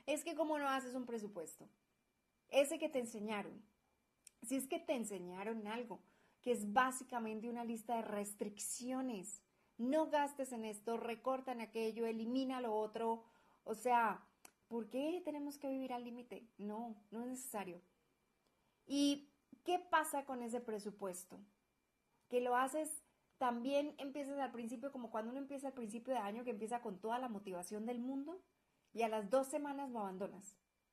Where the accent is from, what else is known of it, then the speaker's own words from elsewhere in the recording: Colombia; now in Guadalajara, Mexico; Recuerda que … colombiana viviendo en Guadalajara, México